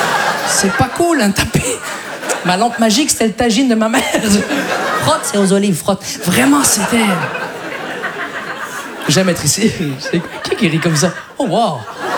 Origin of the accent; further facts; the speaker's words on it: Quebec, Canada; québécois, d'origine marocaine.